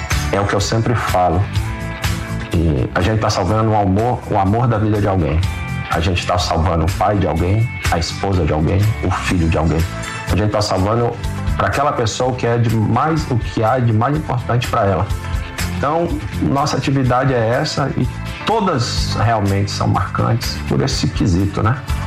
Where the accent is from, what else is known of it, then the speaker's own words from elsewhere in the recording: Brasília, Federal District, Brazil; also born or lived in Bahia / Goiás; nascido, morava em Taguatinga, nasci no hospital de base, passei um pouco da minha infância lá em Taguatinga, depois já juventude. Morei fora de Brasília, morei 4 anos na Bahia, morei 4 anos em Goiás, mas desde 90 fixo em Brasília.